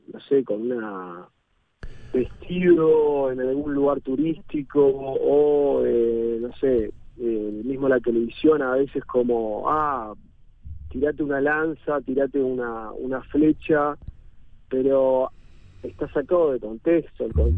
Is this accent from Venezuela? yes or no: no; Uruguay